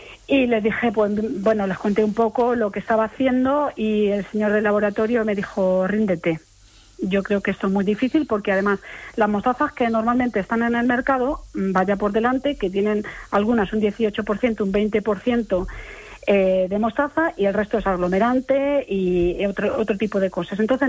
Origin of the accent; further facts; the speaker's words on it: Toledo, Castilla-La Mancha, Spain; born there; Eso también es un guiño a mi tierra. Yo nací en Toledo y, bueno, el mazapán en Toledo, pues claro.